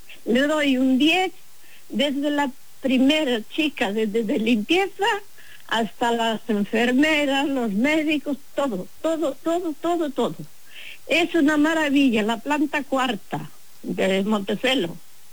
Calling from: Pontevedra, Galicia, Spain; Soy de aquí de Pontevedra, sí. Junto Posadón.

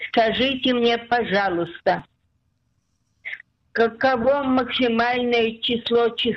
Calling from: Rishon LeZion, Central District, Israel; Я живу в Ришон-ле-Циона.

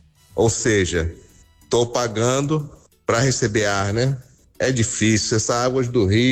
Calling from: Nova Iguaçu, Rio de Janeiro, Brazil; falo aqui de Nova Iguaçu, do bairro K11.

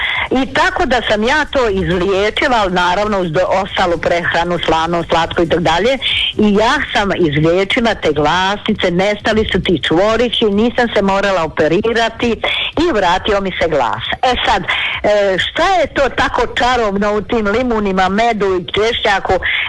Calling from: Slavonia, Croatia; Kod nas u Slavonije se to obično u svinjokolje.

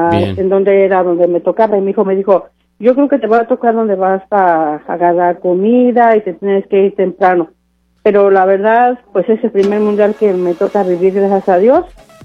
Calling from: Renton, Washington, United States; Yo voy a ir de aquí de Renton

